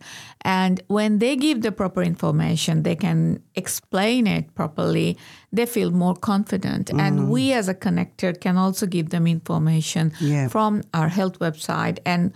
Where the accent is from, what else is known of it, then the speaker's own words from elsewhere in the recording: Bangladesh; now in Australia; I'm from Bangladesh.